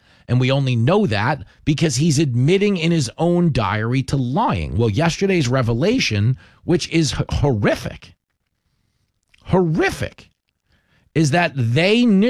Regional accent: Levittown, United States; growing up in Levittown.

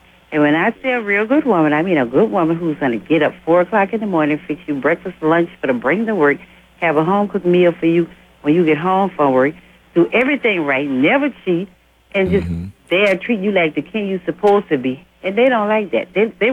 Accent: Missouri, United States; I'm from Missouri, yeah.

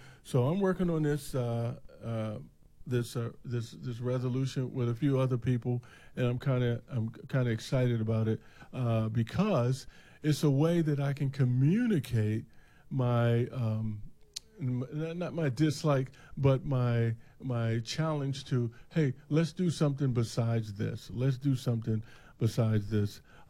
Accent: Washington, District of Columbia, United States; When I was raised in Washington, D.C. Chris, did I tell you I was raised in Washington, D.C.?

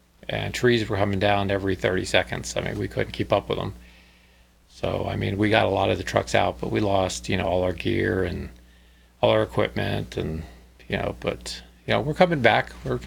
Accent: Florida, United States

